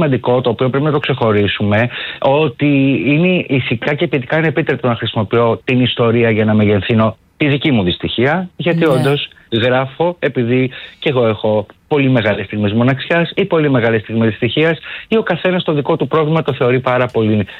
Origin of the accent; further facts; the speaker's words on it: Greece; ως ένας Έλληνας που μεγάλωσε, σπούδασε τη δεκαετία του 80, του 90 και ολοκληρώθηκε το 2000 υπαρξιακά, έμαθε πάρα πολύ καλά αγγλικά